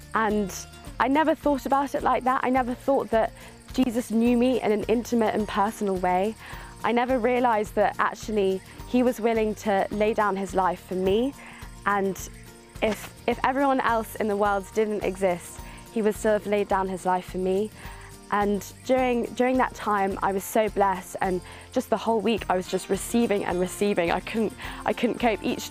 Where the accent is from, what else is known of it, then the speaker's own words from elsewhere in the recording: Yorkshire and the Humber, United Kingdom; I come from England in North Yorkshire, and I'm 17.